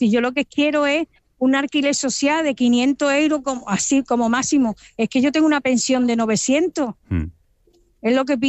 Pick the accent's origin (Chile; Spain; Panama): Spain; Málaga, Andalusia; soy una malagueña de pura cepa.